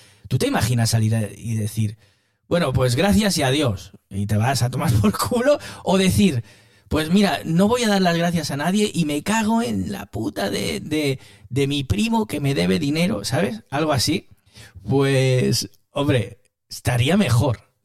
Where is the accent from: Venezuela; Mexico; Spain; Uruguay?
Spain; Estepona, Andalusia